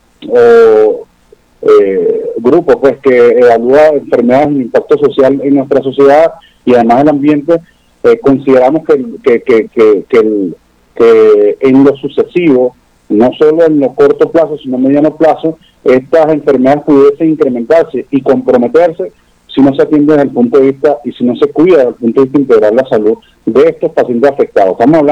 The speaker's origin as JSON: {"language": "Spanish", "country": "Venezuela"}